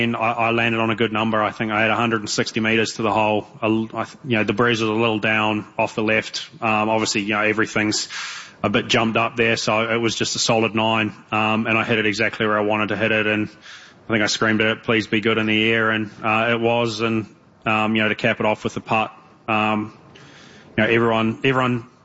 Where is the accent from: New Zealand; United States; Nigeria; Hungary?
New Zealand; I think growing up in New Zealand, we play in a fair bit of wind